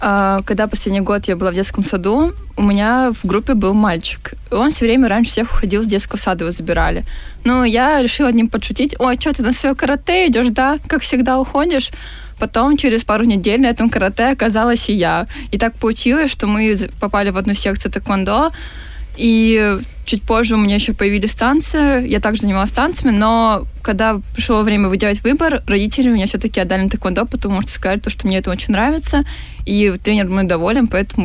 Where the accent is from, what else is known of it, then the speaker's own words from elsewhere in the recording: Rostov-on-Don, Rostov Oblast, Russia; moved away; Я с Ростова-на-Дону. Переехала. Почти уже третий год идет.